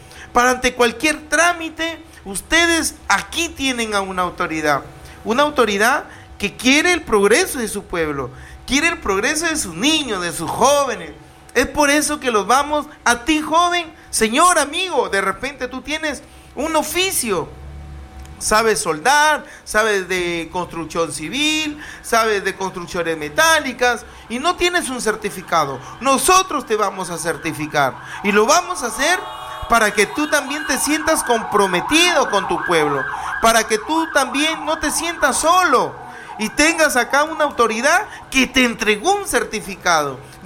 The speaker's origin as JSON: {"language": "Spanish", "town": "Túcume", "region": "Lambayeque", "country": "Peru", "tie": "born there", "said": "quiero de cariño a mi pueblo. Amo a esta tierra que me dio nacer. Soy orgullosamente tucumano. Quiero a mi pueblo."}